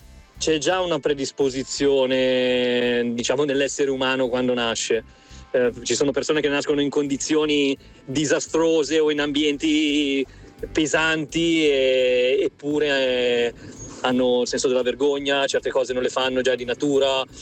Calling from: Milan, Lombardy, Italy; da Milano.

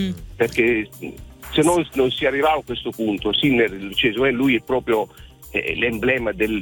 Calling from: Cassano d'Adda, Lombardy, Italy; Da Cassano d'Adda, provincia di Milano.

